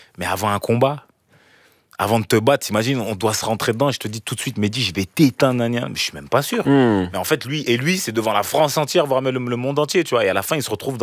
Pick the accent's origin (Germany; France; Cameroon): Cameroon